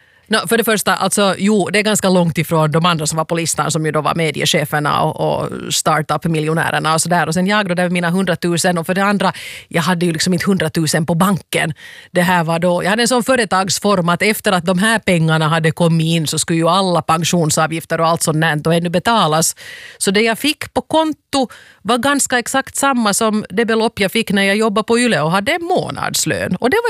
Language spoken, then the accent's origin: Swedish; Finland